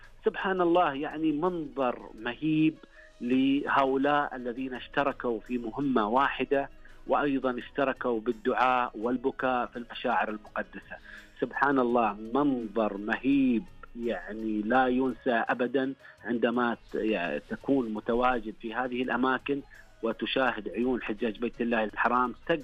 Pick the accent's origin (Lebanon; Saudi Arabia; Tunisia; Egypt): Saudi Arabia; تعلمنا كسعوديين